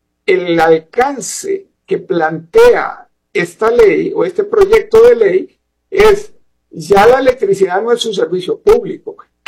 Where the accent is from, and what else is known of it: Costa Rica